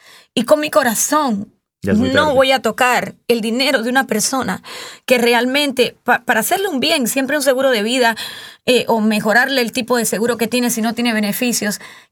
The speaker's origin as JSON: {"language": "Spanish", "country": "Cuba"}